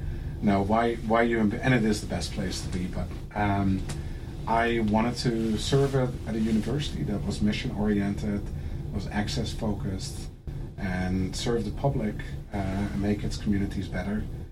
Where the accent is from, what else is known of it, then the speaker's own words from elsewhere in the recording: Netherlands; moved away as an adult; now in United States; So I grew up in the Netherlands. And grew up in a small town in the Netherlands. Actually, I also lived in Belgium for half a year as well, doing a clinical internship.